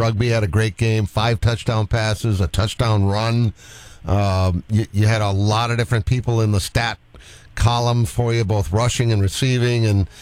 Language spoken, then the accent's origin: English; Boston, Massachusetts, United States; I, you know, I grew up in Boston, so Fenway Park is you know